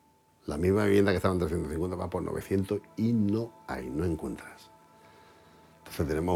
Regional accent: Málaga, Andalusia, Spain; Soy malagueño de pura cepa.

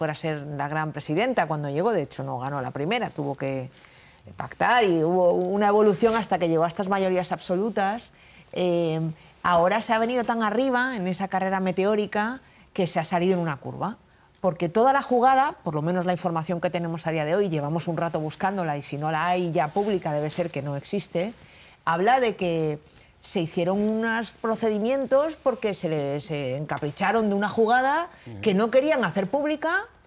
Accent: Madrid, Community of Madrid, Spain; En Madrid yo quiero recordar algo que yo todavía tengo clavado en el corazón como madrileña.

